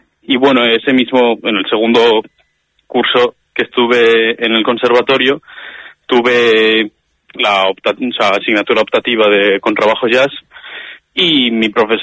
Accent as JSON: {"language": "Spanish", "town": "Eibar", "region": "Basque Country", "country": "Spain", "moved": "as an adult", "lives_now": "Barcelona, Spain", "said": "soy de Eibar."}